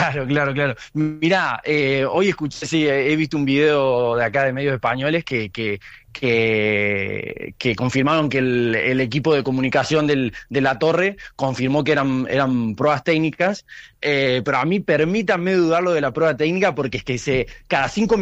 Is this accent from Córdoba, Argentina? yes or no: yes; San Francisco, Córdoba, Argentina; now in Barcelona, Spain; él es periodista, nosotros somos de San Francisco, y él es el jefe de prensa del Club Sportivo Belgrano